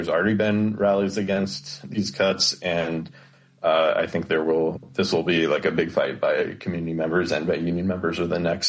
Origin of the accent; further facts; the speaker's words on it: Maryland, United States; I grew up in Maryland. And in Maryland, the kind of like classic get-to-know-you question is, what high school did you go